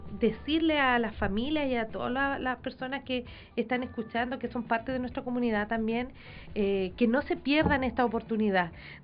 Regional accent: Calama, Antofagasta, Chile; yo soy de Calama.

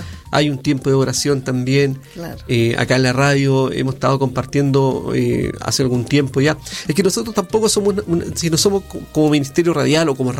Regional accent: Coronel, Biobío, Chile; no somos de Tocopilla, somos de Coronel, pero igual nos conocemos de niños

